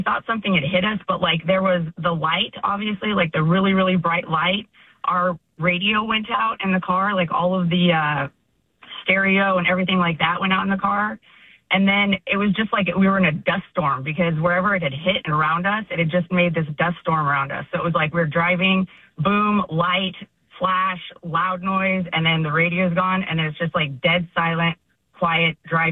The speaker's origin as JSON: {"language": "English", "region": "Texas", "country": "United States", "tie": "born or raised there", "said": "No, we kept driving to my hometown and just made it all the way"}